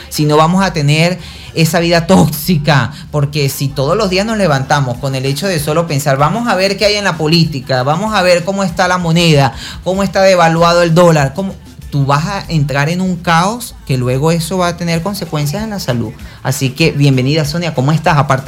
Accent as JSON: {"language": "Spanish", "country": "Venezuela"}